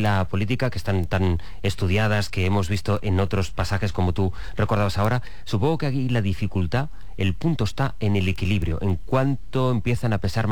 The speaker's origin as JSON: {"language": "Spanish", "region": "Valencian Community", "country": "Spain"}